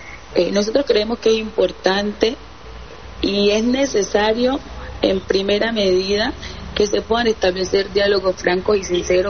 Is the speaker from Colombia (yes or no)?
yes; Chocó, Colombia; Una joven oriunda del municipio de Quito